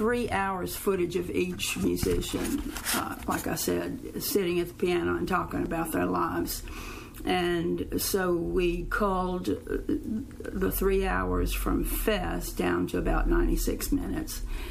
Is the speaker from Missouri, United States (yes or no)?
no; Mississippi, United States; moved away; I'm from Mississippi